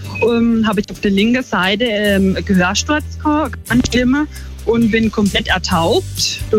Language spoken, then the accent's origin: German; Schonach, Baden-Württemberg, Germany; Ich komme aus Schonach im Schwarzwald